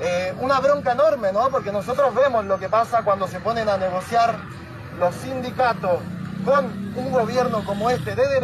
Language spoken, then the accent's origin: Spanish; Chile; Soy también chileno